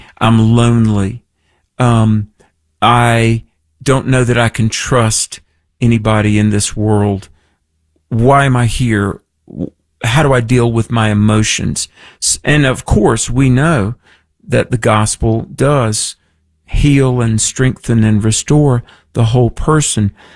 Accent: North Carolina, United States; In my home state of North Carolina, down on the coast

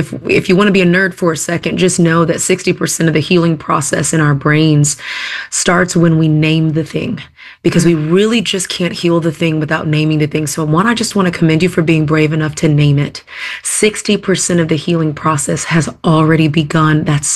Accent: Texas, United States; now in Atlanta, United States; I'm from Texas originally and I moved to Atlanta, Georgia, maybe 14 years ago.

